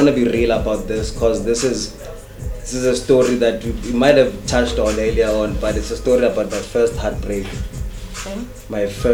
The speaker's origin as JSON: {"language": "English", "town": "Carletonville", "region": "Gauteng", "country": "South Africa", "tie": "born or raised there", "said": "But I grew up in Wete"}